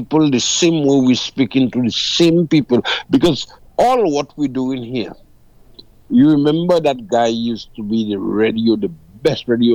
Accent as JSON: {"language": "English", "country": "St. Lucia", "tie": "born or raised there", "said": "I was born and raised in St. Lucia"}